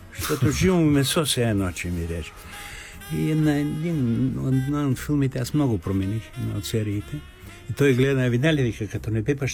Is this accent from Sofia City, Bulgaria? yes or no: no; Plovdiv, Plovdiv Province, Bulgaria; А аз съм от Пловдив.